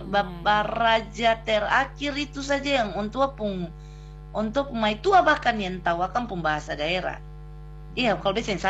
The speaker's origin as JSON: {"language": "Indonesian", "town": "Halong", "region": "Maluku", "country": "Indonesia", "tie": "born or raised there"}